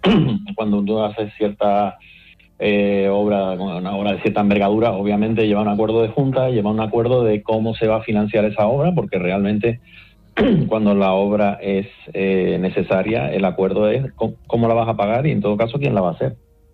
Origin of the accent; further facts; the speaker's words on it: Puerto de la Cruz, Canary Islands, Spain; Hoy en día obra nueva, aquí en el puerto, yo soy de Puerto de la Cruz y aquí en el puerto no hay ninguna grúa.